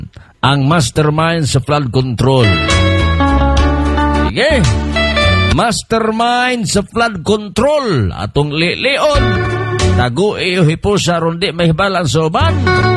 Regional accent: Hinatuan, Caraga, Philippines; Ako taga Hinatuan, Surga del Sur. … taga Hinatuan po, Surga del Sur.

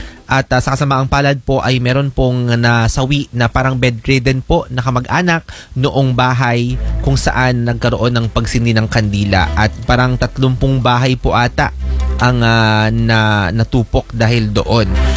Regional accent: Bato, Bicol Region, Philippines; now in Metro Manila, Philippines; dyan po sa amin sa Bato sa Catanduanes

